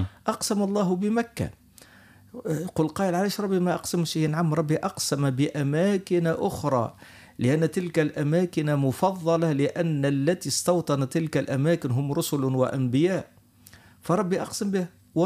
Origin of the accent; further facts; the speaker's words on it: Tunisia; احنا تولدنا في البلاد هذه وانشأنا فيها وقرينا فيها وعملنا أصحاب فيها